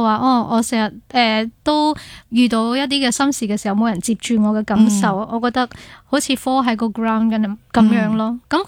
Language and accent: Cantonese; Malaysia; moved away as an adult; now in Hong Kong; 即是来到香港，其实我发现哇很多东西不适应的时候，家人又没得讲啦，因为我自己选择的嘛，跟住又冇乜朋友喺香港，即系马来西亚有朋友嘅，